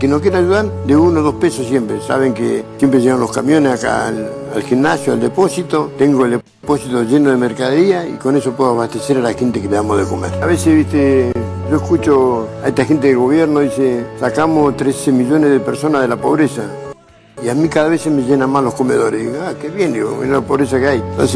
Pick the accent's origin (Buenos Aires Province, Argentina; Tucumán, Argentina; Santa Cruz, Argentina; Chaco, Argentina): Santa Cruz, Argentina; Caleta Olivia; now in Buenos Aires, Argentina; Ahora mandé un camión cargado a mi pueblo, que es Caleta Olivia